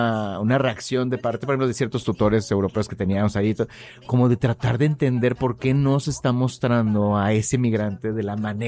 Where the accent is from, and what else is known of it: Mexico